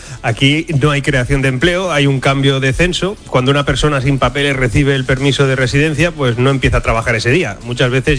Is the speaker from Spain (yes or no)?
yes; Spain; porque todos los que somos españoles sabemos que en situaciones como esta tenemos que salir a defender nuestro territorio y nuestro país.